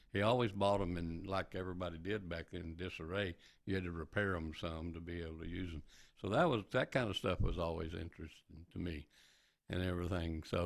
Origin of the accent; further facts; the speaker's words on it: Lubbock, Texas, United States; And so we lived about 2.5 hour drive in Lubbock from the ranch there on the Pease River in Cottle County.